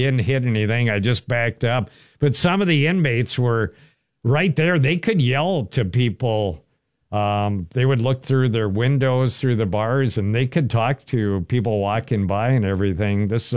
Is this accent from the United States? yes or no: yes; Wilmer, United States; So I grew up in Wilmer.